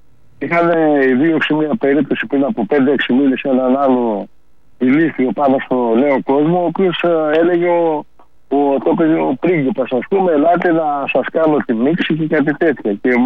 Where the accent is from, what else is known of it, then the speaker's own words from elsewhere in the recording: Karditsa, Thessaly, Greece; Να σκεφτείτε στην Καρδίτσα, επειδή η πατρίδα μου το λέω